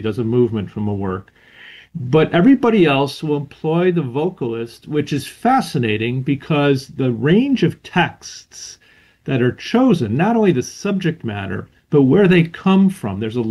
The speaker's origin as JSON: {"language": "English", "town": "Chicago", "region": "Illinois", "country": "United States", "tie": "born or raised there", "said": "my hometown, Chicago."}